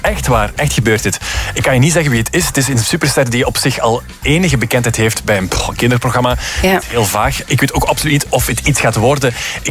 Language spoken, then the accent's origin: Dutch; Belgium; Als Belg is dat heel mooi.